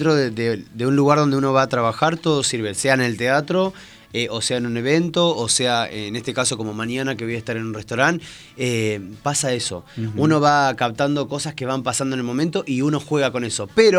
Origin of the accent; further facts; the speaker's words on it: Coronel Dorrego, Buenos Aires Province, Argentina; moved away as an adult; now in Mar del Plata, Argentina; nacido en Coronel Dorrego y hace ya 16, 17 años que me fui para Mar del Plata por un casting también para televisión y ya me quedé allá en Mar del Plata y no me moví más.